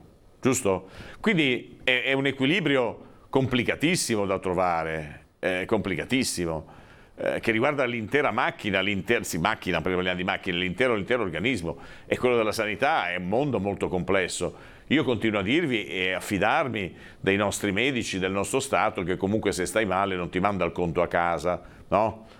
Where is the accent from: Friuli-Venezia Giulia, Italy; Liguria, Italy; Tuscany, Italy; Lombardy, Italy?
Liguria, Italy; Genoa; born there; Quindi io sono nato a Montalegro, c'era già, sono nato a Villa Serena, c'era già